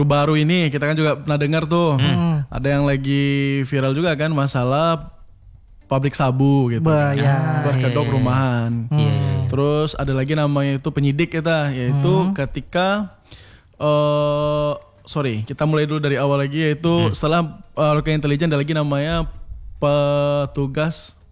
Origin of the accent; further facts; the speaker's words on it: West Sumatra, Indonesia; Saya dari Sumatera Barat.